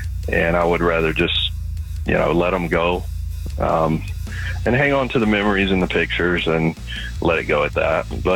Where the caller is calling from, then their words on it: Loganville, Georgia, United States; I'm in Loganville.